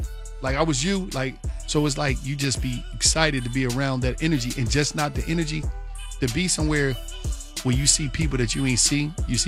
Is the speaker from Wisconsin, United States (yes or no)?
no; Philadelphia, Pennsylvania, United States; I'm from Philly